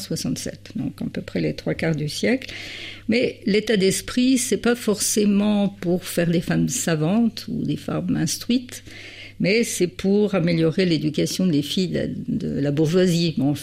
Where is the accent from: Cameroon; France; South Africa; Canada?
France; Grand Est; On est d'abord Vosgien avant d'être Lorrain. On est Lorrain par héritage de propriété, comme on dit.